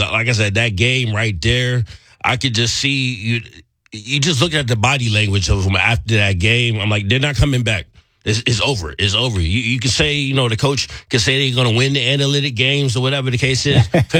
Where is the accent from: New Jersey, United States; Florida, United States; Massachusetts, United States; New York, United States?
New York, United States; moved away; somebody that I grew up with in New York